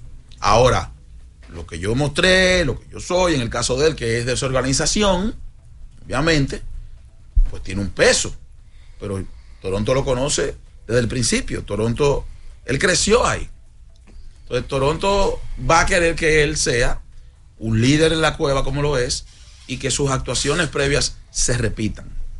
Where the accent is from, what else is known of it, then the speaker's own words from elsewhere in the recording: Santo Domingo, Distrito Nacional, Dominican Republic; mi hermano Sandy, nos criamos en Capotillo los dos